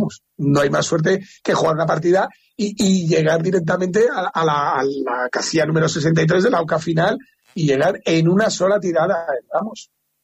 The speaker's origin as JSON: {"language": "Spanish", "town": "La Almunia de Doña Godina", "region": "Aragon", "country": "Spain", "said": "que yo soy de la Almunia"}